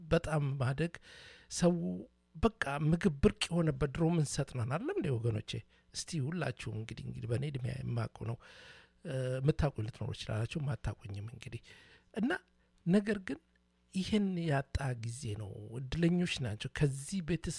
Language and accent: Amharic; Dire Dawa, Ethiopia; ማንንም ሰው እኔ ድሬዳዋ ተወልጄ ነው ያደኩት